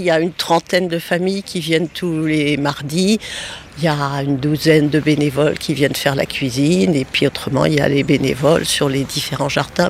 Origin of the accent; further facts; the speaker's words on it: Pays de la Loire, France; moi je suis originaire d'Anjou